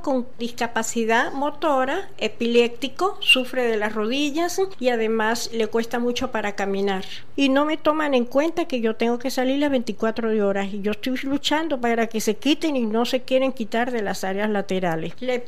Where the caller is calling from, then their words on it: Venezuela; 26, venezolana. Yo vivo en Los Palos Grandes, en el edificio Belfort.